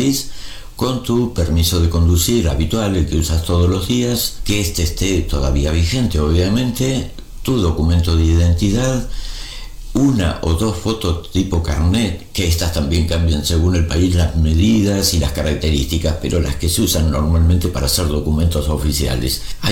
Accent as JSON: {"language": "Spanish", "country": "Argentina", "lives_now": "Spain", "said": "porque por ejemplo en mi país, en Argentina, lo hace el Automóvil Club Argentino. Y aquí en España no lo hace el RAC"}